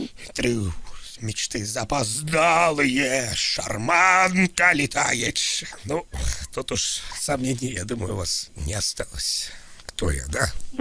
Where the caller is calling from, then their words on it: Moscow, Russia; Я из Москвы вам звоню вообще-то.